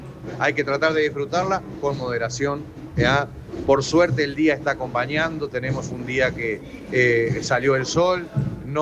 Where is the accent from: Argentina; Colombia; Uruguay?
Uruguay; Mercedes, Soriano; Yo soy de Mercedes, como todo el mundo sabe